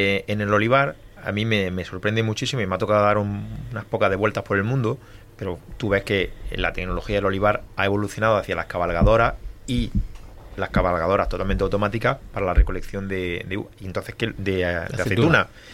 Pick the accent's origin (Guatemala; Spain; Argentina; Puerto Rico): Spain; Adra, Andalusia; Yo soy de Adra. En Adra no se veía un arándano ni por la tele.